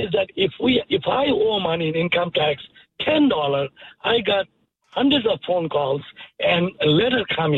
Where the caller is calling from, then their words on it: North York, Ontario, Canada; North York.